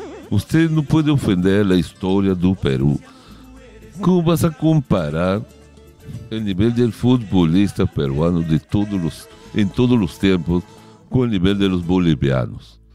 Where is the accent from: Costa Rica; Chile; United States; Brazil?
Brazil; Yo soy brasileño, simpatizo con Botafogo, Upa, pero creo que Cienciano está a un nivel superior al cuadro de Botafogo.